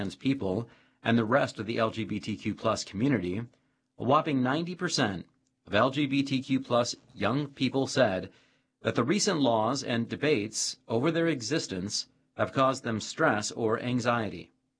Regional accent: North Carolina, United States; born or raised there

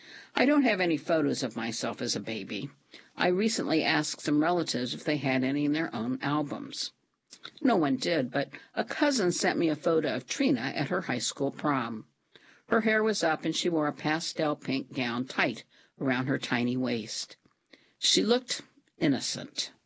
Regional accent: Lexington, Kentucky, United States; from Kentucky, and I was raised in a crack house. At the Charlotte Court Housing Project in Lexington, Kentucky, the apartment complexes were all the same.

